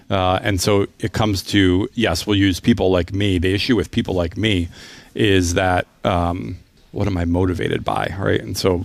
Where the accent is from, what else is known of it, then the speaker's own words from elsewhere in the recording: Troy, New York, United States; so I grew up in Troy, and you know, the idea that people were going to build a couple hundred apartments a year in Troy was ludicrous, right?